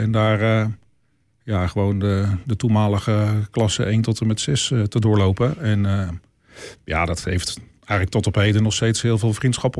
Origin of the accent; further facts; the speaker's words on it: Warmond, South Holland, Netherlands; Nou, ik ben geboren in Warmond, op de Schippersdam, midden in een dorp. In 1969 was dat.